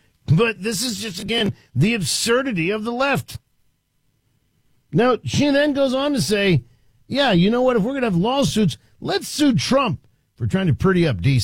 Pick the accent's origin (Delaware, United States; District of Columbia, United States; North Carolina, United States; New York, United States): District of Columbia, United States; Washington; I grew up in Washington, D.C.